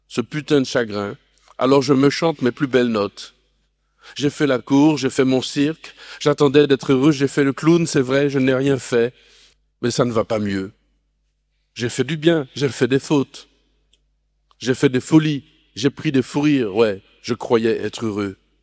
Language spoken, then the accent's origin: French; Martinique; Moi je suis de Martinique, je connais pas ce genre de choses.